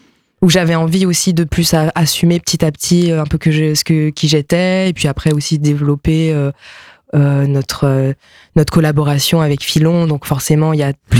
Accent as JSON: {"language": "French", "region": "Pays de la Loire", "country": "France", "tie": "born or raised there", "also_born_or_lived": "Belgium", "first_language": "Japanese", "said": "il me semble que j'ai commencé à parler japonais d'abord. C'était vraiment ma langue maternelle, mais en fait, mes parents étaient en Belgique, ils ont bougé à Nantes, à côté de Nantes quand j'avais 4 ans. Donc oui, j'ai vraiment grandi."}